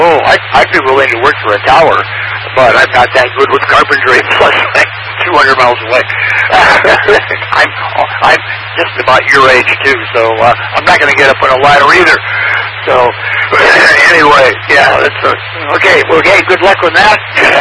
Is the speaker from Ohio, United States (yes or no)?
yes; Toledo, Ohio, United States; moved away; I'm from the Toledo area originally.